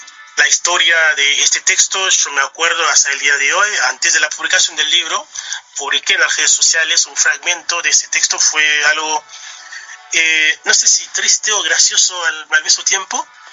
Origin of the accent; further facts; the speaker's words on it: Haiti; moved away; lo que está pasando en mi país